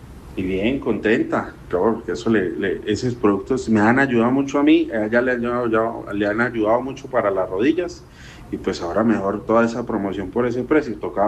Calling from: San Gil, Santander, Colombia; se demoró en llegar un día apenas aquí a San Gil

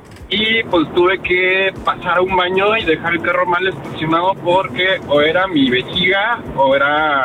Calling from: Monterrey, Nuevo León, Mexico; de Monterrey.

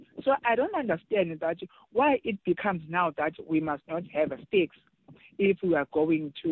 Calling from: South Africa; we are in this situation right now as a South African.

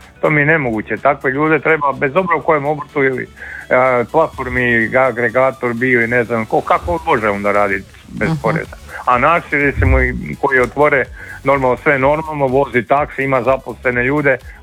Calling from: Karlovac, Karlovac County, Croatia; Ja inače zovem pokraj Karlovca, iz Karlovca sam

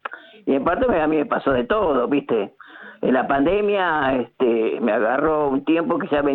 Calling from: Castelar, Buenos Aires Province, Argentina; Estoy en la zona de Castelar y vendría a ser esto.

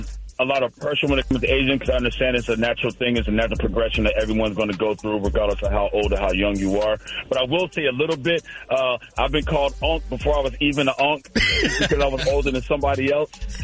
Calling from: Suitland, Maryland, United States; I'm calling from Suitland.

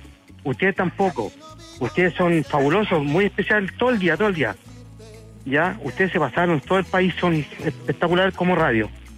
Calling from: Las Condes, Santiago Metropolitan Region, Chile; Sí, de Las Condes. Yo también vivo aquí en Las Condes.

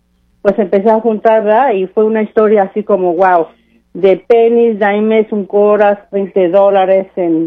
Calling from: Renton, Washington, United States; Yo voy a ir de aquí de Renton

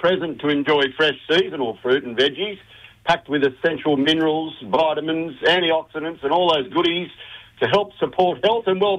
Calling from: the Redlands, Queensland, Australia; I'm in the Redlands. I'm local, live, and just living it up.

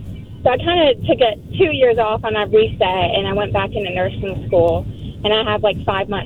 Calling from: Georgia, United States; I'm actually not from Chattanooga. I drive in from Georgia, North Georgia, near Blairsville, to go to school in Chattanooga for nursing school.

